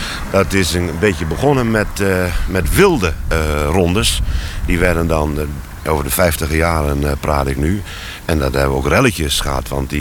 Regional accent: Coevorden, Drenthe, Netherlands; born or raised there

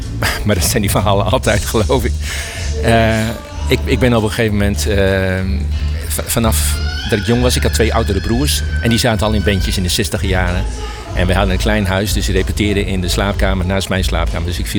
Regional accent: Groningen, Netherlands; als Groninger

